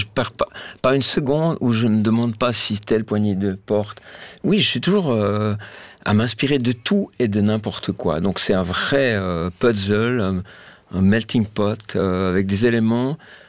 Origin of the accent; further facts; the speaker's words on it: Switzerland; Je suis suisse, hein, mes débordements